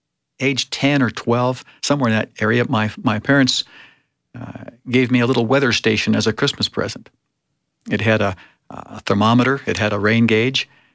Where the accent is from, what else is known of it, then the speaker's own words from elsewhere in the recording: Torrance, California, United States; also born or lived in Lomita, California / Long Beach, California; now in Salt Lake City, United States; my family moved 2 miles north to a town called Torrance and lived there for about 11 years.